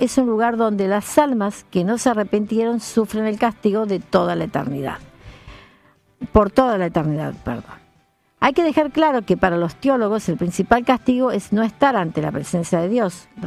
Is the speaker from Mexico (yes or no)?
no; Argentina; si somos argentinos